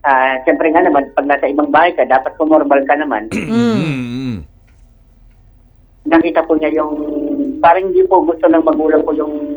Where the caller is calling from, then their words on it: Taytay, Calabarzon, Philippines; Taga Taytay po … ng Taytay, taga Pakilisan